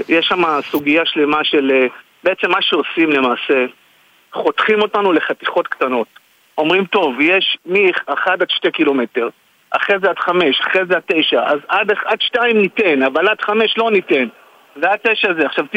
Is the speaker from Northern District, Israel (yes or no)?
yes; Kiryat Shmona, Northern District, Israel; also born or lived in Herzliya; אני גדלתי ונולדתי וגדלתי בקריית שמונה. יצאתי החוצה, גרתי 10 שנים בהרצליה, במרכז, למדתי, התפתחתי, אני עושה במילואים, ובחרתי לחזור לפני 12 שנים בביתה.